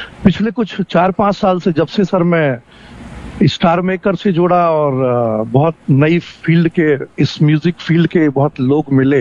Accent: Jabalpur, Madhya Pradesh, India; मैं जबलपुर का रहने वाला हूँ, जबलपुर मध्य प्रदेश में आता है

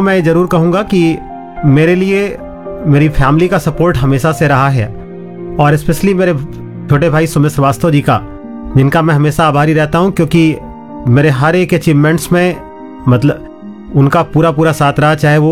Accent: Siddharthnagar district, Uttar Pradesh, India; also born or lived in Gonda; मैं मूल रूप से सिद्धार्थनगर जिले के हिटमा तहसील के सेमरी गांव का रहने वाला हूं।

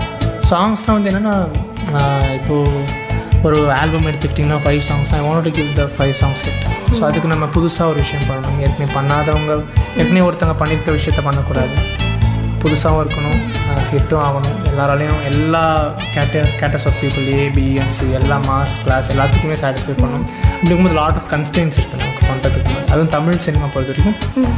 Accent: Tirunelveli, Tamil Nadu, India; moved away as an adult; now in Chennai, India; I'm from Tirunelveli. I just came here to Chennai after for my college.

